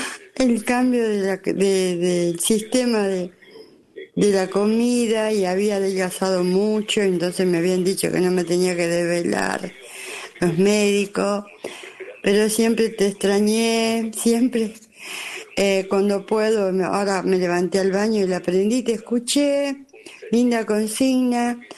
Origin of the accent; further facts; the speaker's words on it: Tafí Viejo, Tucumán, Argentina; siempre fui feliz. En mi niñez, en mi adolescencia, ahí en Tafí Viejo y en Tucumán.